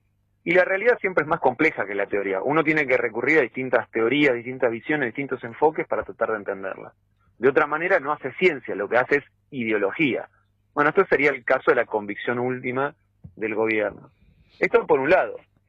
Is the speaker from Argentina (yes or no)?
yes; Argentina; la mayoría de los argentinos no tenemos nada que decir.